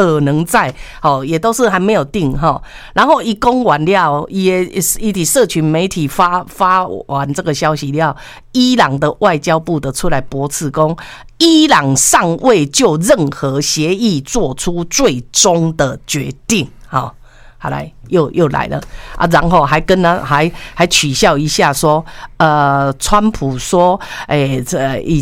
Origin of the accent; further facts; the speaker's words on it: Taiwan; 我们中国，我们是台湾的